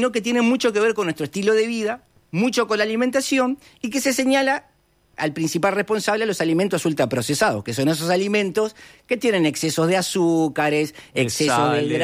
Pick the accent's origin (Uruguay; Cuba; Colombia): Uruguay